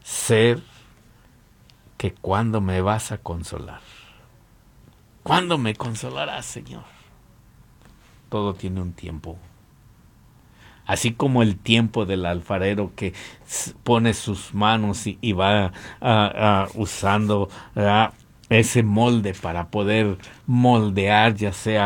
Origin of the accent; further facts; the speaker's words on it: Mexico; moved away; cuando estaba allá en México, en mi país